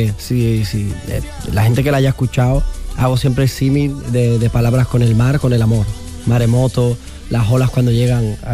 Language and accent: Spanish; Andalusia, Spain; Casi soy de Cádiz, antes de que Sevilla, pero estoy todos los días, me escapo por Cádiz, tengo muchos amigos.